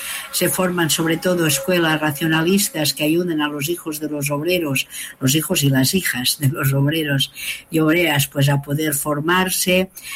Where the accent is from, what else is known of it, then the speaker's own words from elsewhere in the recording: Catalonia, Spain; en Cataluña, la zona de donde yo soy originaria